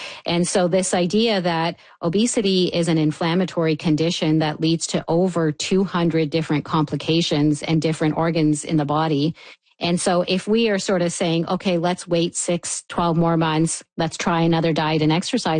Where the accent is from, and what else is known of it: Canada